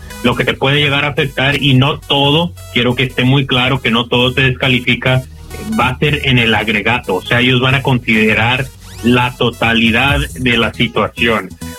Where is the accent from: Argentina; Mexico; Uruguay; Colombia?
Mexico; como todo mexicano, ¿verdad?